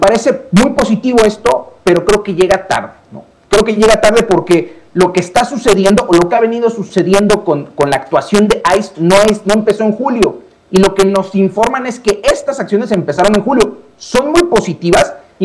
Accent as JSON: {"language": "Spanish", "country": "Mexico"}